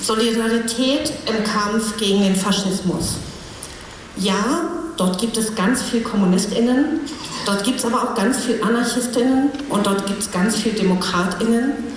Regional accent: Buchholz in der Nordheide, Lower Saxony, Germany; Ich bin in Buchholz groß geworden. Ich habe hier die Baseballschlägerjahre mitgemacht.

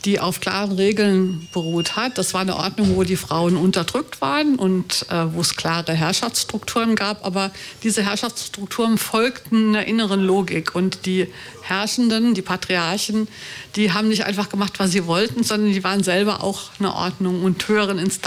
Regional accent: Frankfurt, Hesse, Germany

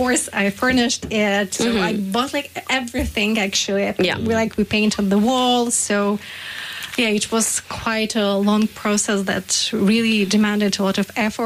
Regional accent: Ukraine; moved away as an adult; now in Hamburg, Germany; I don't know what the situation will be in my home country.

